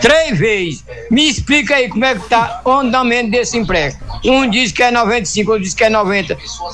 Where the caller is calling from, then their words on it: Pau D'Arco do Piauí, Piauí, Brazil; Eu sou aqui do município de Pau D'Arco do Piauí.